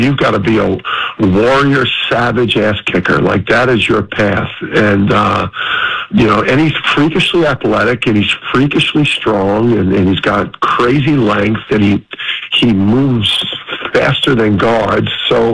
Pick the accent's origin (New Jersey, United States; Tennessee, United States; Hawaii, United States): New Jersey, United States; I'm a hoops junkie, and I'm from Jersey.